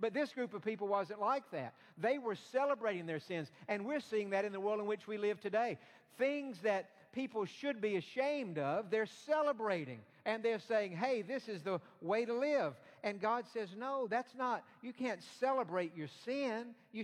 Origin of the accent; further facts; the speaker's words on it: East Point, Georgia, United States; I was born in Georgia, Atlanta, Georgia. Actually, I was born in East Point, which East Point is to Atlanta what Bel Air is to Houston. It's just right there attached to it. But I'm from Georgia.